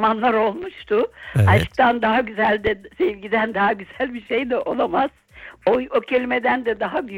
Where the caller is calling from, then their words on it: Bremen, Germany; Bremen'den arıyorum.